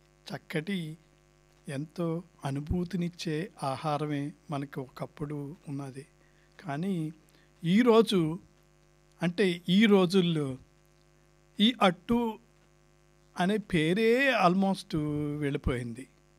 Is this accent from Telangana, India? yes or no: no; Palakollu, Andhra Pradesh, India; now in Sydney, Australia; నా చిన్నప్పుడు మా ఊరు పాలకొల్లు, గోదావరి జిల్లా అనుకోండి, పశ్చిమ గోదావరి జిల్లా.